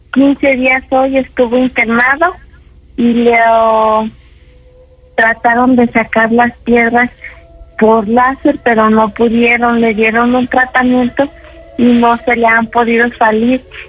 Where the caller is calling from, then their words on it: Jalisco, Mexico; le hablo de Jalisco